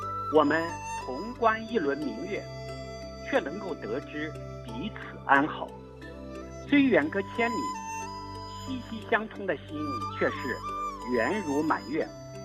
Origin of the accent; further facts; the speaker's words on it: China; 我们中国人不能将月亮从精神世界里赶出去